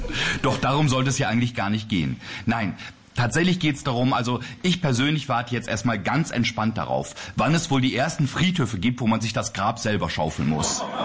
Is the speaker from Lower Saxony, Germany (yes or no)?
yes; Lower Saxony, Germany; aus meiner Kindheit in Niedersachsen